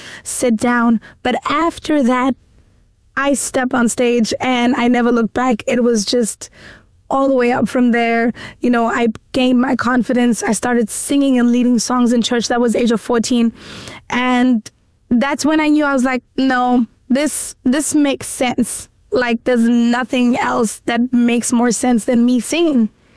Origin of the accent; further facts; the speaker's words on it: Middelburg, Mpumalanga, South Africa; A child of God, born and bred in Middleburg.